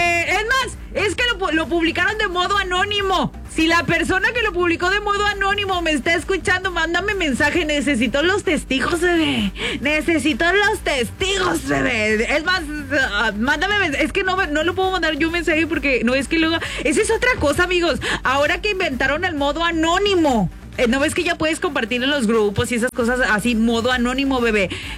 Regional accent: Altamira, Tamaulipas, Mexico; Yo soy de Altamira también.

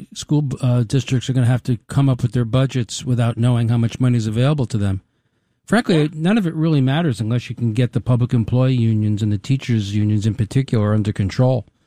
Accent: Huntington, New York, United States; now in Westchester, United States; I grew up in Suffolk County. I grew up in Huntington. I now live in Westchester.

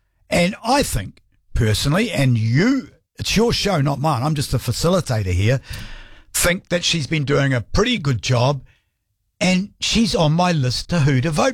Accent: New Zealand; I'm a Kiwi.

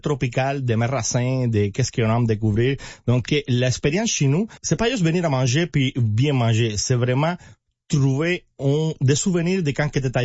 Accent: Cuba; French is a second language; now in Quebec, Canada; Moi là, je viens de Cuba, comme je mentionnais, puis moi j'adore le Québec et j'aime beaucoup la façon que les Québécois m'accueillent à moi. Puis désolé pour mon français aussi, des fois il y a mon accent

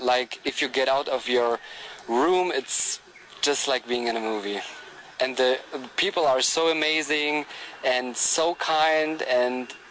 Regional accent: Germany; And I'm from Germany, and I have to say I love the Kruger.

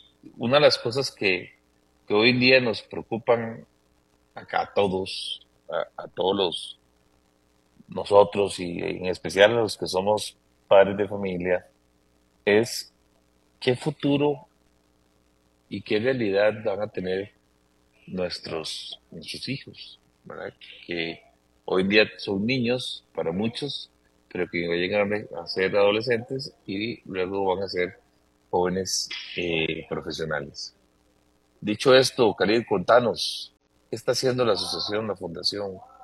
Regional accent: Costa Rica; todos nosotros como costarricenses.

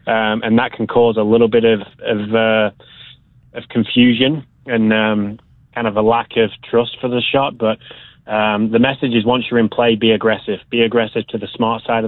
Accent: England, United Kingdom; moved away as an adult; now in United States; I came over here when I was 19, but the golf that I played growing up in England is all links golf.

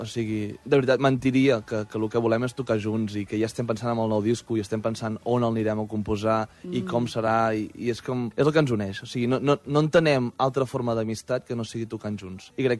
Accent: Torelló, Catalonia, Spain; al cap i a la fi és un disco que parla de nosaltres, que som quatre amics de Torelló

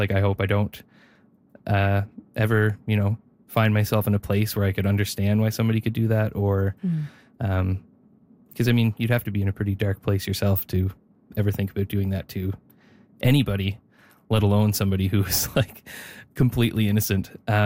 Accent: Neils Harbour, Nova Scotia, Canada; As you said before, I'm from Cape Breton. I'm from a very rural small fishing village called Neal's Harbor in northern Cape Breton, kind of in the woods around the Cabot Trail area. It's very beautiful, very small.

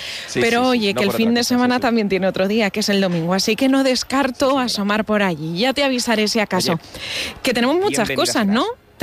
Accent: Castilla-La Mancha, Spain; Es que mañana, para los que somos de Castilla-La Mancha y ya sabemos la Feria de Albacete, sí.

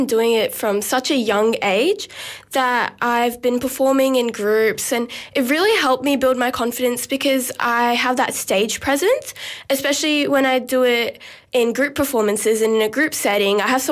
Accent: Sydney, New South Wales, Australia; So I was born in Australia and I grew up here, and my Indian heritage kind of felt, probably felt a little distant, but Bharatanatyam has kept me connected to my Indian roots

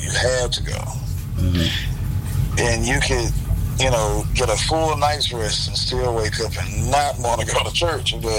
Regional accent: Ruston, Louisiana, United States; also born or lived in Spearsville; Yes, sir. I was born and reared in Ruston, but I spent a lot of my childhood in a very small town about 40 minutes north called Spearsville, which is where my grandparents lived.

